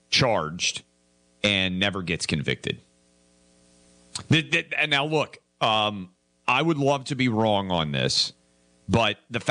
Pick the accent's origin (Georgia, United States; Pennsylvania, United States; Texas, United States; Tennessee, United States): Tennessee, United States; Places like my home state of Tennessee are now coming online